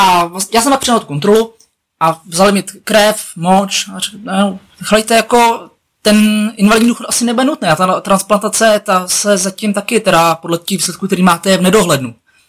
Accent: Blatná, South Bohemian Region, Czechia; now in Plzeň, Czech Republic; Když jsem poznal moji nynější manželku, tenkrát přítelkyni, tak jsme se stěhovali zrovna z Blatný, odkud pocházím, do Plzně.

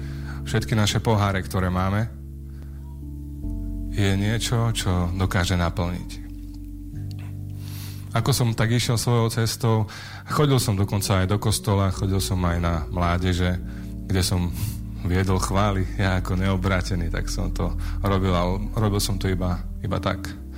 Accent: Košice, Košice Region, Slovakia; Narodil som sa v Košiciach. Bývam v okolí Košic, v Bidovciach.

